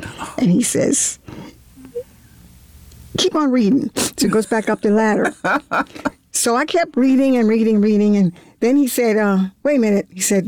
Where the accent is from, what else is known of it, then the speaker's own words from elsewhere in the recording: Baltimore, Maryland, United States; Well, I was born in Baltimore.